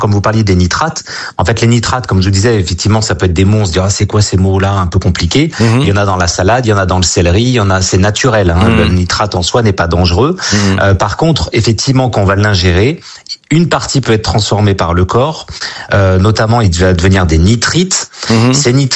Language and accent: French; Brittany, France; born there; moi, je suis né en Bretagne et mon grand-père était charcutier.